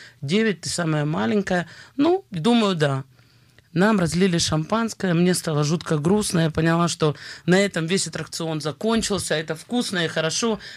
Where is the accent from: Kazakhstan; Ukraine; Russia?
Ukraine; Kharkiv, Kharkiv Oblast; born there; Я родилась в Харькове, в семье потрясающих людей